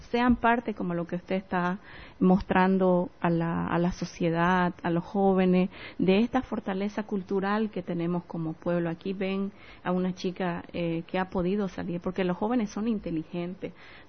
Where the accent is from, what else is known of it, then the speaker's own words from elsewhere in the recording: Bolivia; si hablo del territorio de donde yo vengo, no hay luz, no hay agua